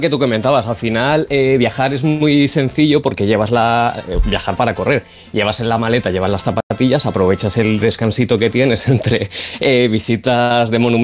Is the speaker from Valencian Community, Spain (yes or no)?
yes; Valencia, Valencian Community, Spain; bueno, nosotros somos de Valencia